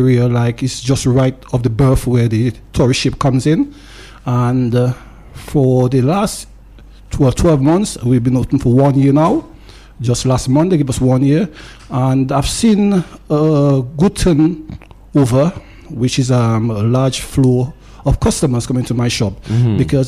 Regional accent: Pointe Michel, Saint Luke, Dominica; now in London, United Kingdom; reside in London, and I'm from Port Michel in Dominica

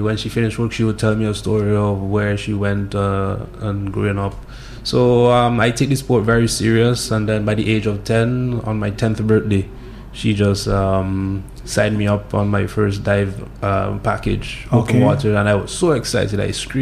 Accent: Grenadines, St. Vincent & Grenadines; now in Dominica; Yeah, that's where I'm from. That's where I reborn and raised. So I've been growing up there all my life

